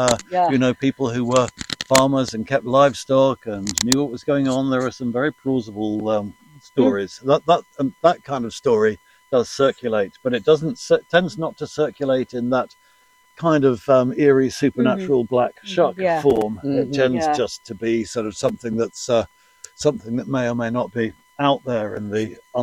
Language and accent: English; South West England, United Kingdom; And I'm very struck as a Cornish person